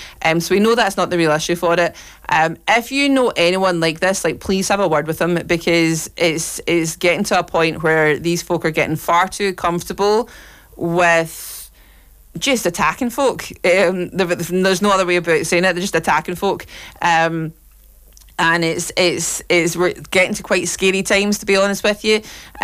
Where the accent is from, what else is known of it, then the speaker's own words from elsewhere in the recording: Scotland, United Kingdom; accent: Scottish; to live in a country, to grow up in a country. Culturally, to be culturally Scottish and have the Scottish accent and go to the Scottish schools and go to Scottish high schools and work in Scottish jobs and be around Scottish people